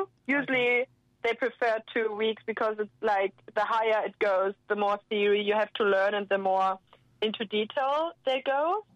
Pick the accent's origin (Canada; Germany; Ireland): Germany; Lower Saxony; moved away; Like, I'm from Lower Saxony